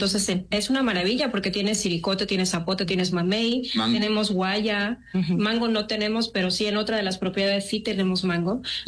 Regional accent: Yucatán, Mexico; yo sí aguanto el calor como buena yucateca

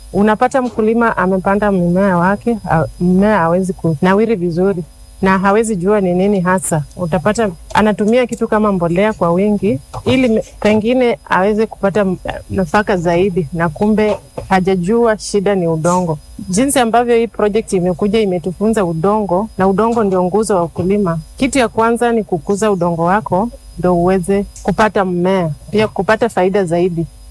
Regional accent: Malava, Kakamega County, Kenya; kule kwetu sehemu za Malava

